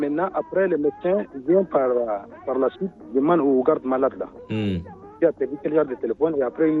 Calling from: N'Djamena, Chad; Je vous appelle de N'Djamena.

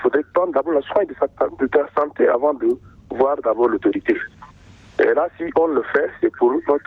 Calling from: Guéréda, Wadi Fira, Chad

